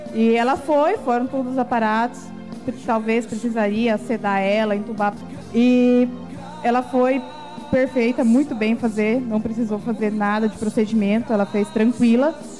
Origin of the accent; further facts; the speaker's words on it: Cianorte, Paraná, Brazil; Eu sou de Cianorte, filha.